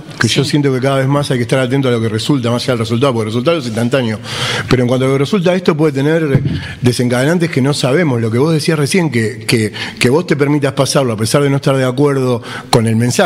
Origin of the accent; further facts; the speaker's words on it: Argentina; cómo somos los argentinos